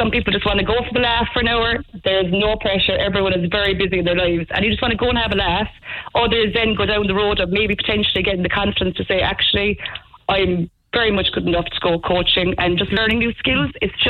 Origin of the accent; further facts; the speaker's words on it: Munster, Ireland; now in West Cork, Ireland; I'm from Liz Gould originally. I'm living in West Cork